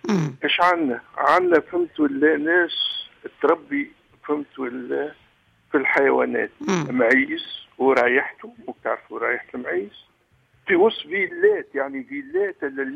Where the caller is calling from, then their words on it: Tunisia; الاختراقات اللي قاعده تصير عندنا في تونس